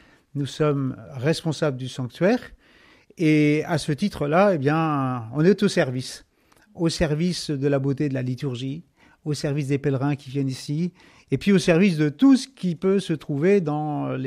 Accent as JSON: {"language": "French", "town": "Lamballe", "region": "Brittany", "country": "France", "tie": "born there", "said": "moi je suis né en 1962 à Lamballe, dans les Côtes d'Armor. Et ma famille était chrétienne, nous allions à la messe tous les dimanches"}